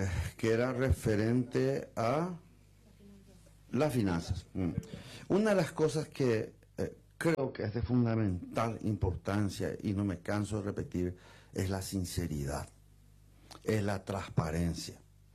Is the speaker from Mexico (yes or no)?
no; Paraguay